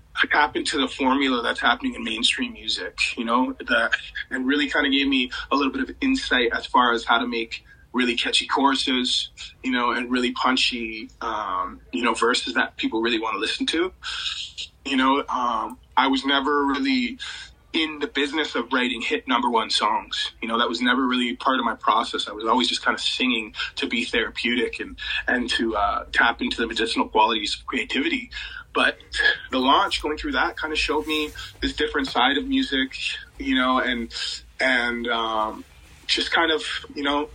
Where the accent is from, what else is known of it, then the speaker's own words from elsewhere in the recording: Six Nations, Ontario, Canada; I'm from Six Nations, Ontario, which is the reserve about an hour south from Toronto.